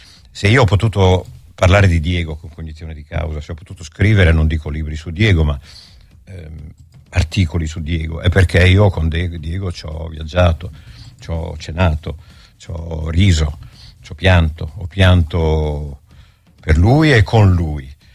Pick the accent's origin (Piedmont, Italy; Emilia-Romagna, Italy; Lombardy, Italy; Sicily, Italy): Emilia-Romagna, Italy; now in Bologna, Italy; io sono romagnolo, sì. E quindi per me l'Emilia si chiama Emilia Romagna, e io vivo a Bologna in terra straniera, cioè in Emilia.